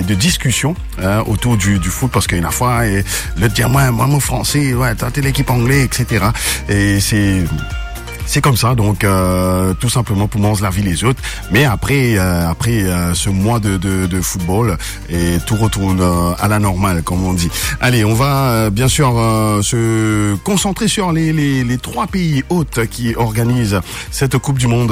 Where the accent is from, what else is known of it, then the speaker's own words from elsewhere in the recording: France; donc moi je suis français comme d'habitude.